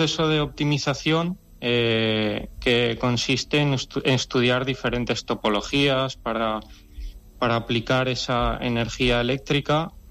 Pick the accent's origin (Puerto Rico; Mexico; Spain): Spain; Zaragoza, Aragon; born there; Yo ya nací aquí en Zaragoza.